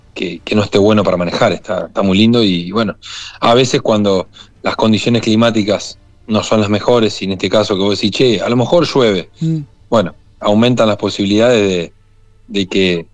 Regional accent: Santa Fe, Argentina

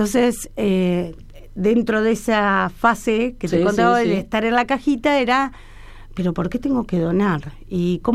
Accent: Santa Fe, Argentina; yo soy de Santa Fecina

